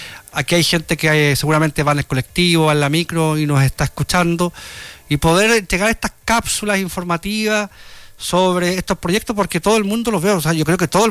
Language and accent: Spanish; Biobío, Chile; yo soy de Cayucupil.